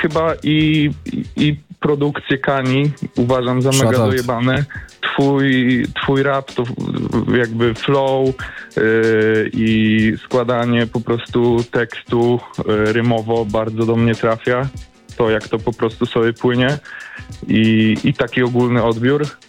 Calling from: Szczecin, West Pomeranian Voivodeship, Poland; jestem ze Szczecina akurat.

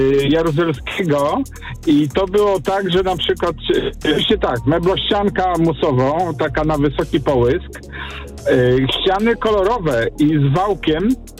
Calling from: Wiązowna, Masovian Voivodeship, Poland; Dzwonię z Wiązowny

